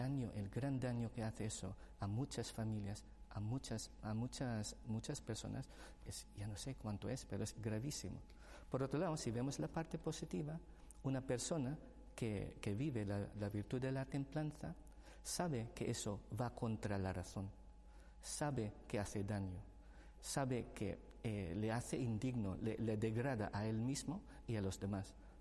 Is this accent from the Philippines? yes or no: yes; Philippines; Spanish is a second language; perdonad mi acento, porque el castellano no es mi lengua materna, ¿no?